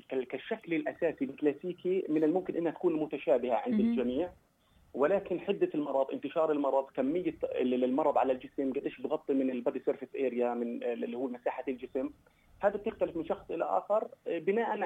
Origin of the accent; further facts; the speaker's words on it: Palestine; طبعا احنا عندنا بفلسطين، انا اللي لاحظته يعني من خلال مجالي وخبرتي بالعمل، اللي هو العامل النفسي والاوضاع الصعبه والمعيشيه السيئه جدا والاحتلال اللي بيعيشه شعبنا